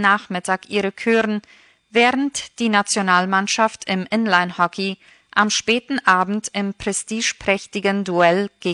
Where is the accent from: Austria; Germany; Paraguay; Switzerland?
Paraguay